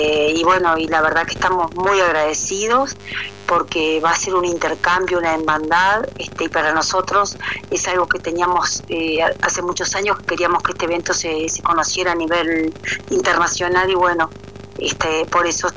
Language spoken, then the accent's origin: Spanish; Dolores, Soriano, Uruguay; Yo soy de Dolores, en el departamento de Soriano, oriunda de allí.